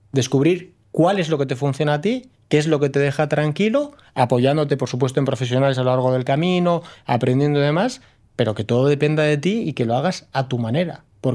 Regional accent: Bilbao, Basque Country, Spain; moved away as an adult; also born or lived in Madrid / Geneva / Curaçao; now in Zurich, Switzerland; yo soy de Bilbao, enseguida me fui a vivir a Madrid, luego me fui a Ginebra, luego me fui a Curazao, luego volví a Zúrich.

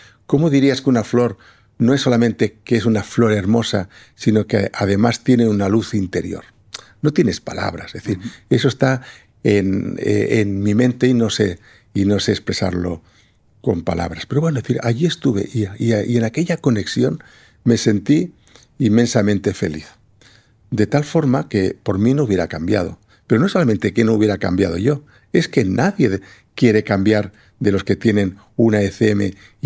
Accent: Lleida, Catalonia, Spain; Yo tengo que decir que yo vivo en Lérida, yo soy de Lérida, y entonces con frecuencia, pues desde Lérida o te vas a la playa o te vas hacia

